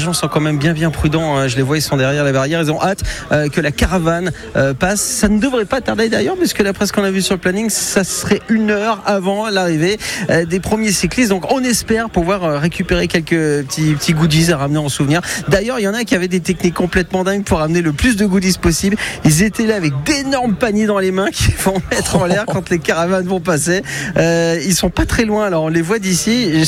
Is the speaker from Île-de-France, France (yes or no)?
no; Bourgogne-Franche-Comté, France; le monde entier qui vient ici à Chalon et qui découvre la France de par ce fameux Tour de France qui passe par chez nous en Bourgogne.